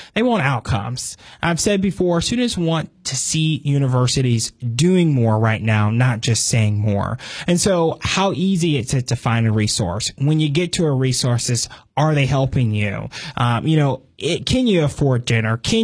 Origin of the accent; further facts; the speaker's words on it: Cincinnati, Ohio, United States; now in Fort Mill, United States; From Cincinnati, Ohio, but now live on the border of Charlotte in Fort Mill, South Carolina